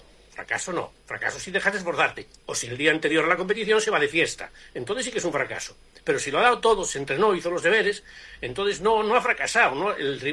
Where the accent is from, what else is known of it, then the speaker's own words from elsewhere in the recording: Galicia, Spain; yo soy gallego de verdad, yo soy de Galicia